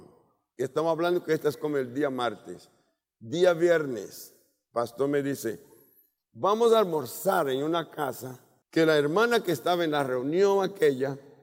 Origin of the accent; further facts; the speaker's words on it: Brazil; moved away as an adult; also born or lived in Cúcuta, Colombia; En el año 78, 3 años lejos de mi casa, de mi lugar, que era Brasil, sentí ganas de comer la comida de mi pueblo. Allí hay frutos del mar abundantes. Yo fui criado con esto.